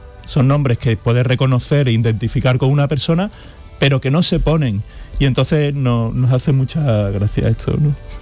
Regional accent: Andalusia, Spain; Que mi francés, yo como andaluz, y tenemos la lengua vaga.

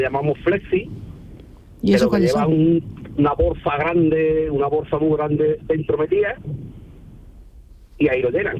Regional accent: Jerez de la Frontera, Andalusia, Spain; yo soy de Jerez de la Frontera, de Cádiz, de aquí.

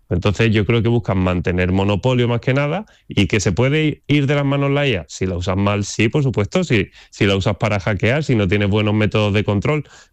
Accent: Andalusia, Spain; siendo andaluz

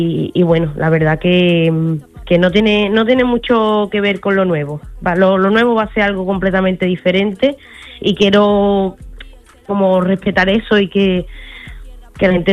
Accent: Jerez de la Frontera, Andalusia, Spain; moved away; que sea en Jerez, pues me parece también una oportunidad increíble, porque como es mi tierra

